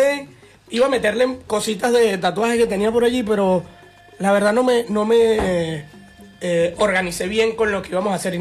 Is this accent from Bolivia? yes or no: no; Venezuela; now in Argentina; Sí, soy el primer venezolano en tocar dos veces.